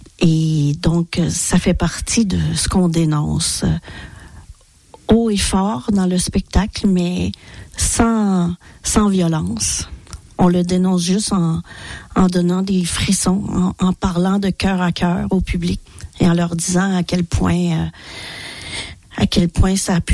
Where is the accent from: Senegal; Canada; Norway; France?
Canada; Quebec; comme on dit chez nous au Québec